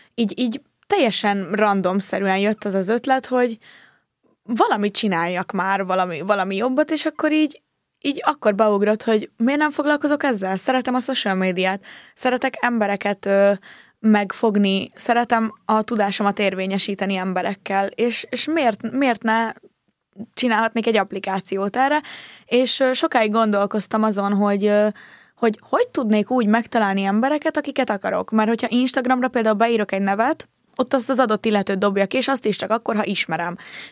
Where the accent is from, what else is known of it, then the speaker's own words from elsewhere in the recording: Budapest, Hungary; Hát én Budán nőttem fel, Rózsadombon, 15 évet laktam a Bimbó úton